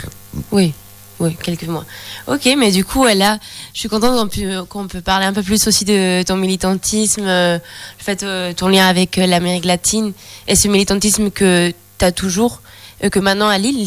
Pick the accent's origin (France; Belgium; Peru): Peru; Lima; moved away; je suis péruvienne.